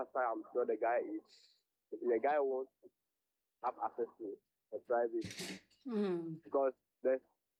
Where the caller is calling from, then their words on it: Accra, Greater Accra, Ghana; I'm speaking from Airport Residential right now.